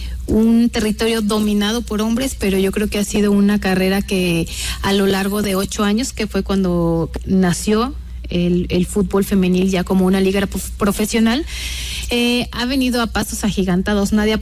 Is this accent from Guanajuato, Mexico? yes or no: yes; Irapuato, Guanajuato, Mexico; yo soy originaria de Irapuato, Guanajuato, allá resido